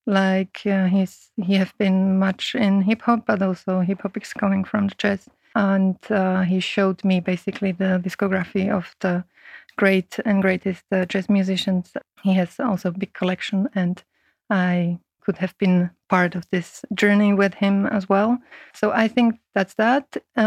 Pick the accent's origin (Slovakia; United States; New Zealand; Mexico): Slovakia; English is a second language; moved away; I come from Slovakia